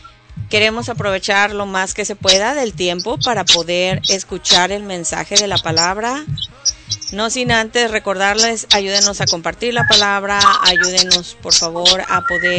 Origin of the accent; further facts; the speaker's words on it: Mexico; now in United States; yo soy mexicana, pero radico en este sí. país.